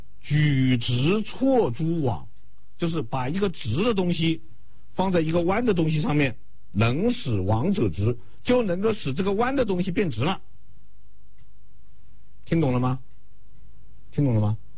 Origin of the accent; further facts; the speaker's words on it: China; 我们中国人的这个学习方式和现在是不一样的